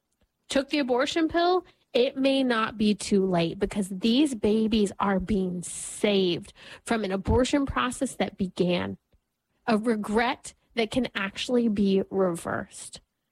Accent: California, United States; especially my home state of California

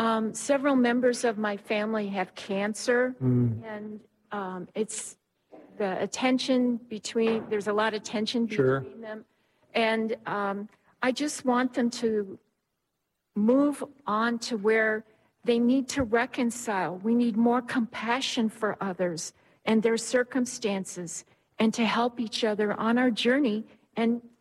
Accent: Davenport, Iowa, United States; I'm from Davenport, Iowa.

